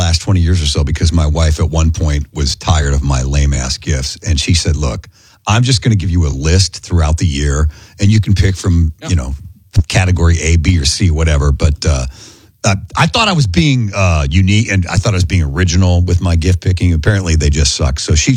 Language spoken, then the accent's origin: English; Iowa, United States; Growing up in Iowa